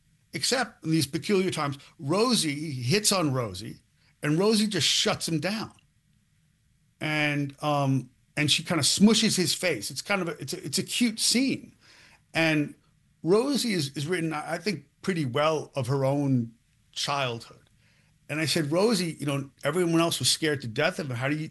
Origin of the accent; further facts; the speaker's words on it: New York, United States; born there; I was born in New York. I know the history of New York fighters.